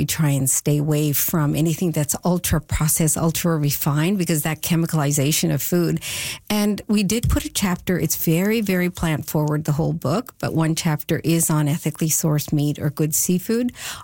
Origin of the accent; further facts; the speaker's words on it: Newfoundland and Labrador, Canada; I grew up in Newfoundland